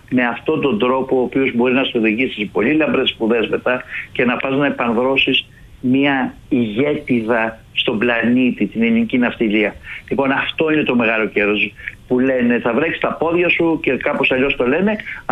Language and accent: Greek; Greece; Κάποτε ήμασταν εμείς οι Έλληνες